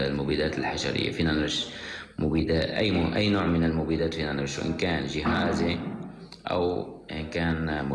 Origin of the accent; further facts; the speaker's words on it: Syria; عندنا في سوريا